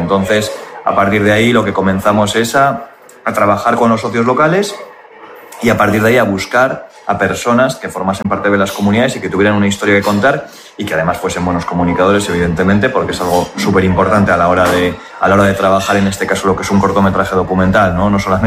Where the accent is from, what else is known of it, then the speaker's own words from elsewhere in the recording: Getxo, Basque Country, Spain; las personas que hemos nacido y que hemos crecido en este pueblo, ¿no? En esta zona concreta del pueblo.